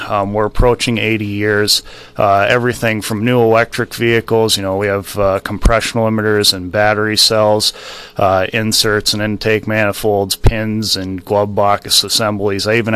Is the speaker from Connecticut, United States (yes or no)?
yes; Connecticut, United States; I grew up in Northeast Connecticut, so it's a lot of places I'm familiar with.